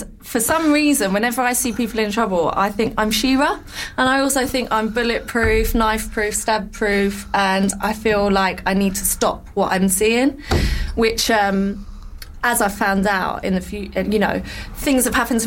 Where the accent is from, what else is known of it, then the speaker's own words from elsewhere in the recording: Ireland; I'm Irish